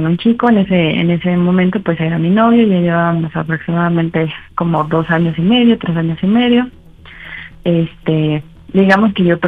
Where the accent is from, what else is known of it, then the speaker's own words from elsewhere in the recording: Iztapalapa, Mexico City, Mexico; Tengo 29 años y soy de Iztapalapa.